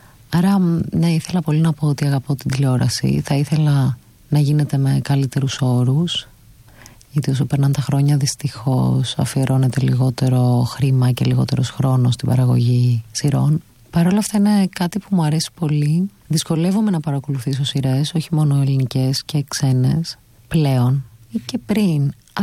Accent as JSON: {"language": "Greek", "town": "Corfu", "region": "Ionian Islands", "country": "Greece", "tie": "born or raised there", "said": "Μεγάλωσα στην Κέρκυρα, όπως σας είπα και πριν, που σημαίνει ότι δεν είχαμε πολλές παραστάσεις."}